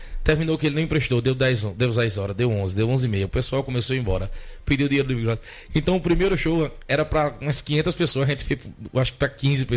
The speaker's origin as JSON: {"language": "Portuguese", "town": "Sapé", "region": "Paraíba", "country": "Brazil", "tie": "born or raised there", "moved": "as an adult", "lives_now": "Mari, Brazil", "said": "sou natural de Sapé, nasci e me criei, canto desde os 16 anos."}